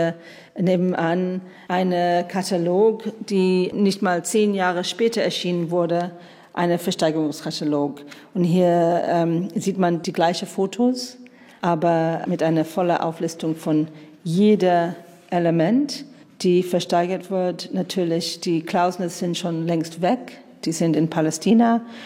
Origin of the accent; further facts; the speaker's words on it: United Kingdom; German is a second language; now in Berlin, Germany; Ich komme aus Großbritannien